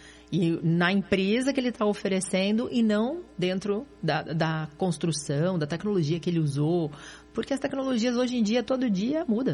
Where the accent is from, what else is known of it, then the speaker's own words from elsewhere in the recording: Paraná, Brazil; born there; O Paraná, eu sou suspeita em falar, eu adoro, sou paranaense, nasci aqui e amo esse estado.